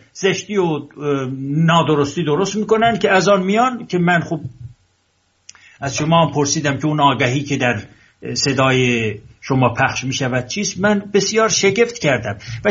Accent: Ardabil, Ardabil Province, Iran; من که اردبیلی هستم، من پارسی زبان نیستم، من ایرانی هستم و ایرانی زبان هستم، پدران من، نیاکان من به پهلوی آذری گفتگو میکردن،

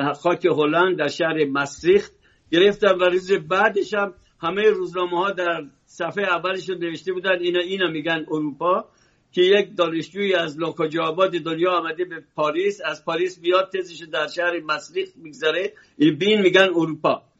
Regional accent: Iran; now in France; من ایرانی هستم ولی اصلا ربطی هم به شاه ندارم.

